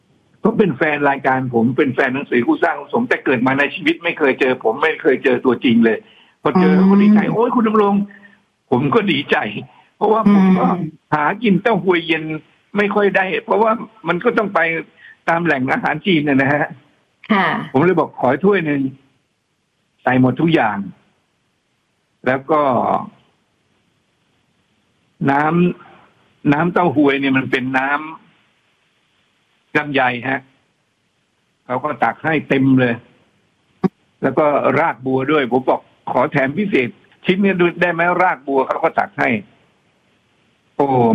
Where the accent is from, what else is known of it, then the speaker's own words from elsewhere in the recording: Ayutthaya, Phra Nakhon Si Ayutthaya, Thailand; moved away as an adult; now in Bangkok, Thailand; ผมเนี่ยมันเป็นเด็กที่เกิดในอยุธยาและมันก็เติบโตมีชีวิตอยู่อยุธยาเนี่ยตั้ง 17-18 ปีถึงได้ออกจากอยุธยามากรุงเทพ